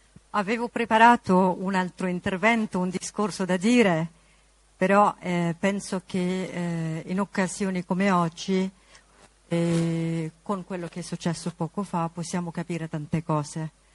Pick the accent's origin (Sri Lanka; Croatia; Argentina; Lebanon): Lebanon; now in Italy; nel mio paese d'origine, in Libano